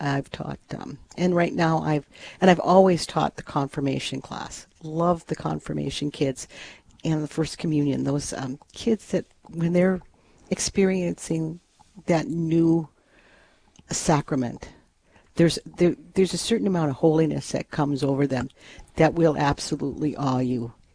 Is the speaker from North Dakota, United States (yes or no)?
yes; Minot, North Dakota, United States; now in Flasher, United States; I have family that originally was in Flasher. I'm originally from Minot.